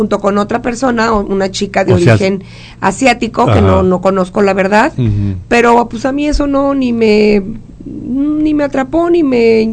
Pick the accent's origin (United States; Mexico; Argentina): Mexico; como mexicanos no quedamos contentos